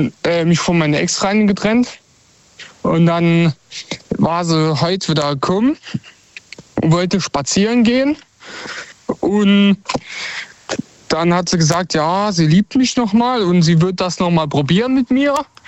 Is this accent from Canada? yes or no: no; Saarland, Germany; Ich komme aus dem Saarland.